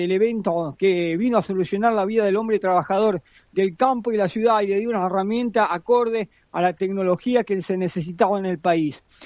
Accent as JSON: {"language": "Spanish", "country": "Argentina", "said": "porque se nos identifica como argentinos"}